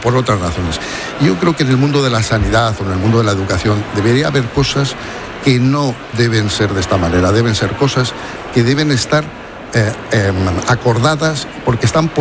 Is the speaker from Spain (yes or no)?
yes; Spain; nosotros, tú, yo, que somos de la España vaciada